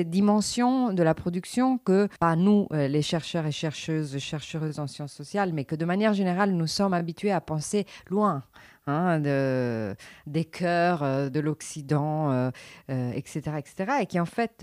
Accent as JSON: {"language": "French", "country": "Italy", "said": "je suis italienne"}